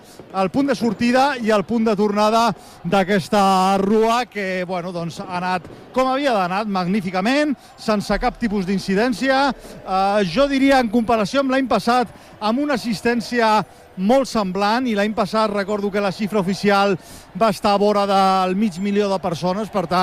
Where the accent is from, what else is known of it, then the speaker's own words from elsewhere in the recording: Alicante, Valencian Community, Spain; Sóc de l'equip de la meva ciutat. Ah. I jo sóc alacantí.